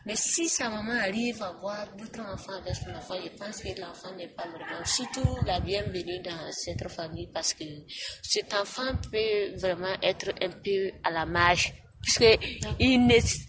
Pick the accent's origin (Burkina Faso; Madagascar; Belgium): Burkina Faso; Chez nous au Burkina Faso, surtout en Afrique